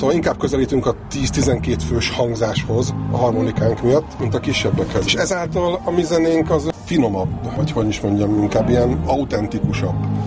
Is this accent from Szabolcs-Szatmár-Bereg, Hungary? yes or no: no; Taksony, Pest, Hungary; 2 vagyunk Taksonyból.